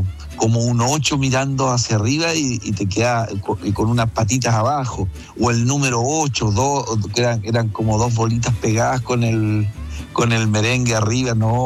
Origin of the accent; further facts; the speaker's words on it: Villa Alegre, Maule, Chile; now in Santiago, Chile; Y me vine de la zona de Villa Alegre a estudiar a Santiago.